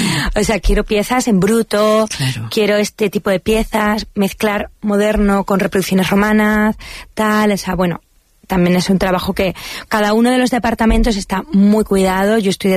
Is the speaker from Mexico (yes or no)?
no; Mérida, Extremadura, Spain; Pues la verdad es que me he sentido súper cómoda trabajando en mi tierra.